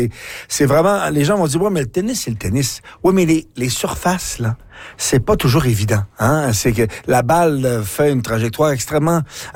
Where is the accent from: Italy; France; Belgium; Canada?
Canada; Manitoba; chez nous au Manitoba